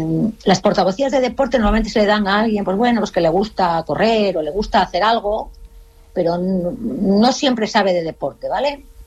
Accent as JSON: {"language": "Spanish", "region": "Basque Country", "country": "Spain", "tie": "born there", "also_born_or_lived": "Extremadura", "said": "le debo mucho también a mi tierra, porque si algo nos enseña Euskadi es que se ama mucho la tierra, ¿no? Y la pertenencia, y sobre todo los que pertenecemos a dos sitios, llegamos a querer de igual manera de dónde venimos y dónde nos hemos criado"}